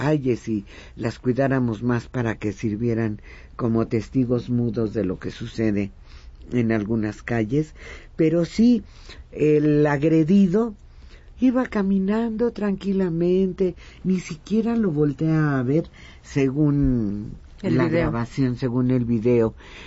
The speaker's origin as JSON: {"language": "Spanish", "country": "Mexico", "said": "Yo ni de broma me gustaría ser argentina. No. Mira qué feliz siendo mexicana."}